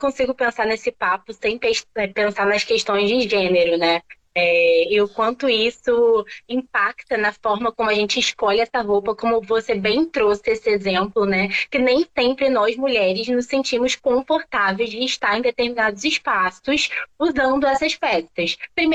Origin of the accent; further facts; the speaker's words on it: Rio de Janeiro, Brazil; Eu sou aqui do Rio de Janeiro, da Zona Oeste, mais especificamente de Bangu. Então aqui é um território muito quente, tá?